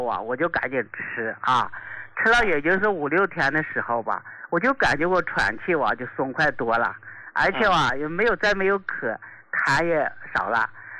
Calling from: Shaanxi, China; 我是陕西的一名听众

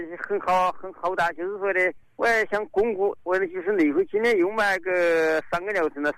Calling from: Zhijiang, Hubei, China; 我是湖北枝江的。

